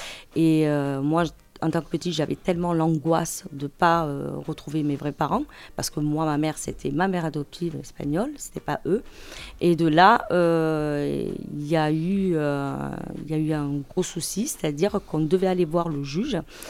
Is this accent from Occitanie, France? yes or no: yes; Toulouse, Occitanie, France; born there; Alors, je suis toujours avec ma mère adoptive. Mais où ? À Toulouse.